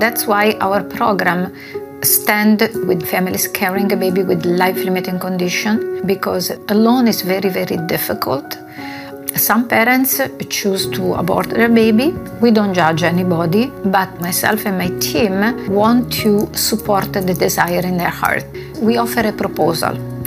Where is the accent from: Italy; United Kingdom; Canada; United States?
Italy; Milan, Lombardy; moved away; I was born and raised in Italy, in Milano.